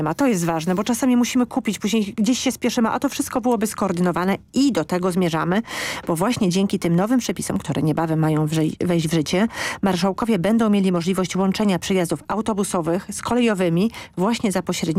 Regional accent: Podlaskie Voivodeship, Poland; tam u mnie na Podlasiu

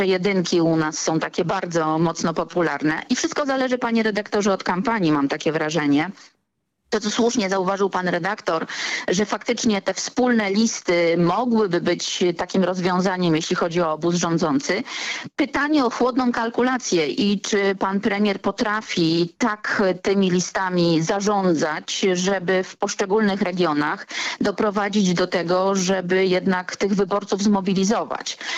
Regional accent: Kielce, Świętokrzyskie Voivodeship, Poland; ja jestem Kielczanką

